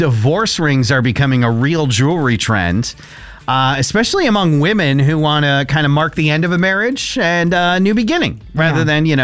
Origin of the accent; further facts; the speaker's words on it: Connecticut, United States; So when I was growing up in Connecticut